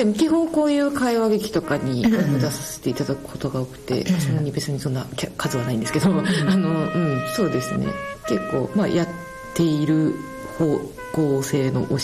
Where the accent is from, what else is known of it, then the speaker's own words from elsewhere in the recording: Tokyo, Japan; 私も東京です。